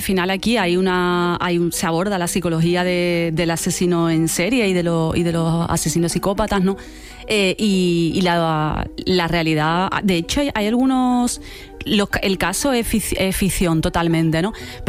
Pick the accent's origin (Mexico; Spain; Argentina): Spain; Seville, Andalusia; Yo soy de Sevilla, sí, desde donde os hablo.